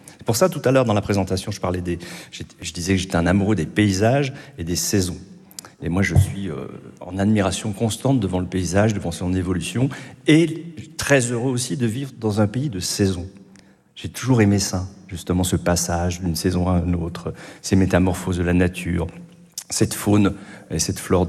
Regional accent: Grand Est, France; depuis que je suis petit, moi, j'habite en Lorraine, comme on le sait, je vis en Lorraine, je suis né en Lorraine.

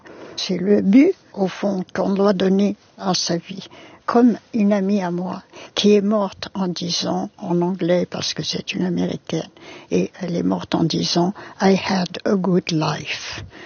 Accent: Paris, Île-de-France, France; born there; first language Yiddish; also born or lived in Slonim; Je suis née à Paris, mais émigrée à Slonim d'abord, puis ramenée en France. Et là, on m'a dit, ne parle plus yiddish.

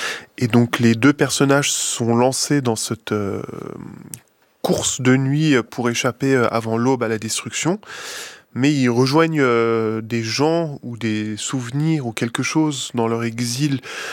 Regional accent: France; je suis français.

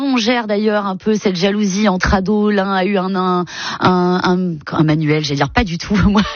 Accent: Brittany, France; Je suis moi-même finistérienne.

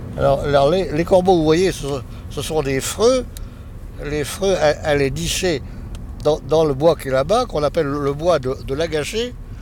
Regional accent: Blargies, Hauts-de-France, France; born there; also born or lived in Paris; la ferme du Valabonnet, où j'ai vécu

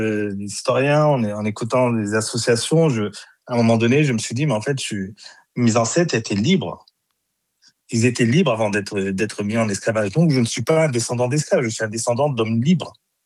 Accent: Île-de-France, France; Moi, je suis né ici, je suis un banlieusard, je suis né en Essonne. Mon père était militaire, mort en service commandé. Donc moi, la France, elle vit en moi.

